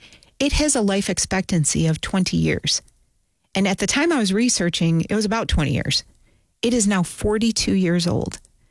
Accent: New York, United States; as a child growing up on Cayuga Creek, which rings the Love Canal area, I witnessed many of these things unfolding

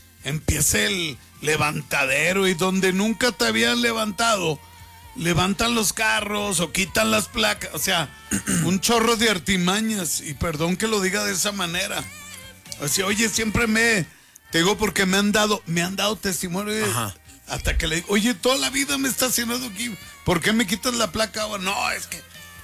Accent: Monterrey, Nuevo León, Mexico; moved away; allá en mi tierra

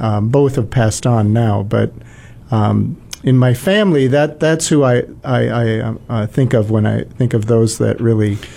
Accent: Minnesota, United States; Well, I'm a Scandinavian, as you said, which puts me squarely in Minnesota, where I grew up with my parents, I should say, who were both farmers.

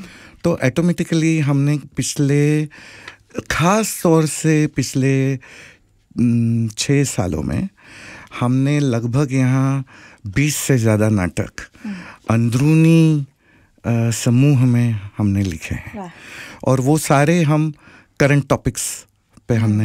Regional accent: Maharashtra, India; मैं महाराष्ट्रियन बैकग्राउंड से हूँ और मराठी में कहावत है, निंदकाचे घर असावे शेजारी.

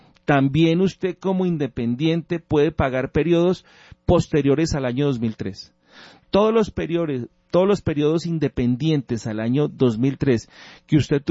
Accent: Colombia

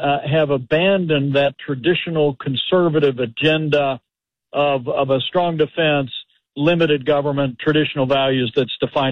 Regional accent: Indiana, United States; You saw that here in Texas, Louisiana, back in my home state of Indiana in state legislative races.

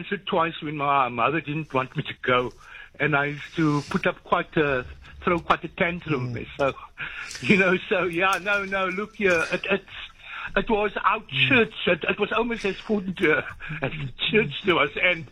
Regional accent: Hanover Park, Western Cape, South Africa; also born or lived in Lansdowne; And like, I'm from a Hanover Park, we moved from Lansdowne. So like in my area, the Capri's, I used to go there virtually every Saturday.

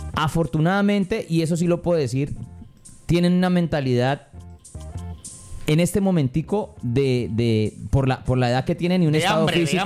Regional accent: Colombia; uno como colombiano tiene una mentalidad

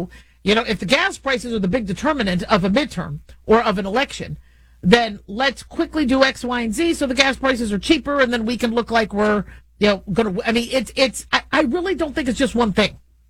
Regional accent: United States; I'm American.

